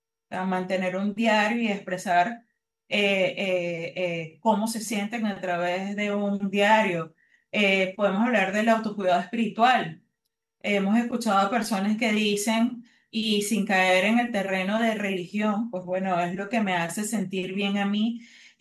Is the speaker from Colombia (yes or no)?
no; Venezuela; Es una de las cosas que nos caracteriza a nosotros como venezolanos